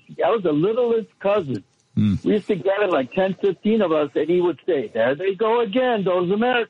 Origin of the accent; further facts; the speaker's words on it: Mexico; moved away; I grew up in Mexico, was born in Mexico.